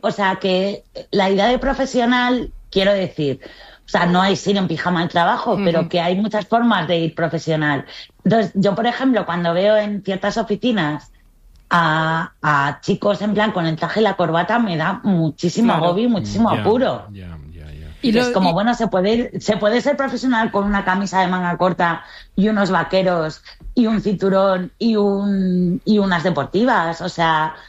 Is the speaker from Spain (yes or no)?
yes; Spain; Yo mi horterismo no lo veo tan hortera porque yo soy española